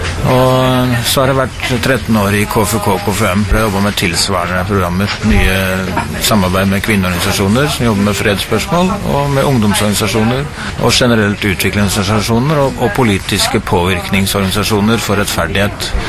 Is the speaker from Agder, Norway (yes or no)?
yes; Risør, Agder, Norway; also born or lived in Tanzania; now in Oslo, Norway; Jeg er 55 år og far til to barn. Og bor på Ullern i Oslo. Jeg er fra Risør opprinnelig